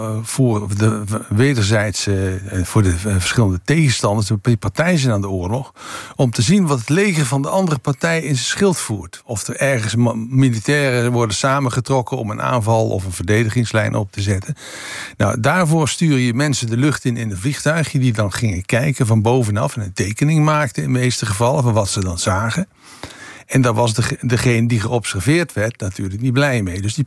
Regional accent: Netherlands

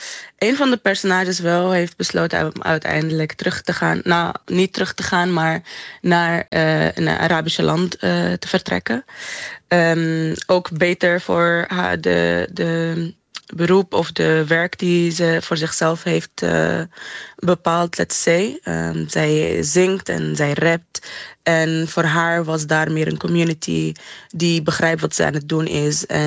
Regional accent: Syria; mijn thuisland was in 2024. En daar toen kon ik natuurlijk niet naar Syrië.

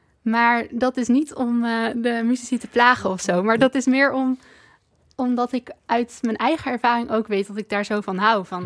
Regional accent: Breda, North Brabant, Netherlands; Want ik kom ook uit Breda.

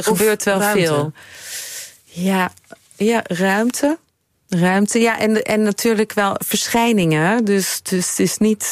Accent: Linkebeek, Flanders, Belgium; also born or lived in Bakkum, Netherlands; Ik ben in Bakkum geboren. Maar daar stond geen gemeentehuis. Dus er staat Castricum in mijn paspoort. En later zijn we naar Brussel verhuisd. In het in Linkebeek. Een klein dorpje aan het zuiden van Brussel.

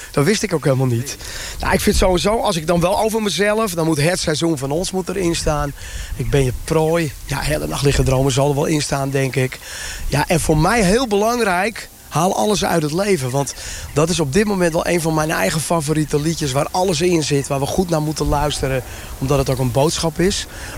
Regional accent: Westzaan, North Holland, Netherlands; born there; staan tussen de rietkragen in het prachtige Westzaan. Noord-Hollandse Westzaan. Ja, een beetje op mijn geboortegrond.

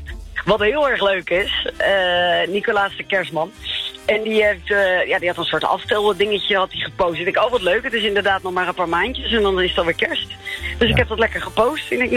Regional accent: Netherlands; Ik ben sowieso echt zo'n een hele gekke Nederlander. Ik ben gek op alles wat Nederland heeft. Ik ben een trotse Nederlander.

